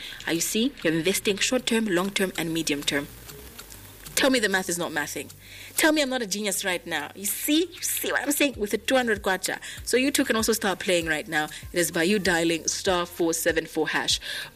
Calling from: Zambia; I'm calling you from Winbig, Zambia.

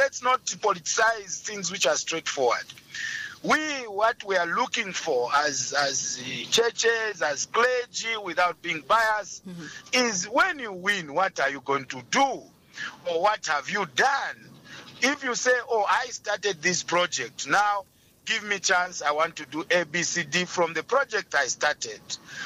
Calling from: Lusaka, Lusaka Province, Zambia; Mm-hmm. I'm calling from Lusaka.

